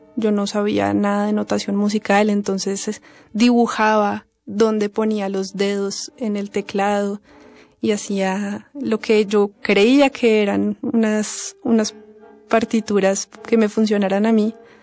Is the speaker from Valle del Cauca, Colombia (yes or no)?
no; Bogotá, Colombia; born there; Yo nací en Bogotá, que es la capital de Colombia, en una familia con un padre melómano que tenía una colección de discos bastante grande.